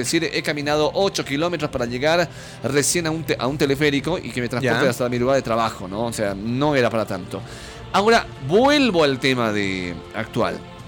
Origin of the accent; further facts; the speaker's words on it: Bolivia; somos hermanos, somos bolivianos. Estamos en La Paz, Cochabamba, Santa Cruz. Somos Cambas, Collas, Chapacos, Cochalos, Chuquisaqueños.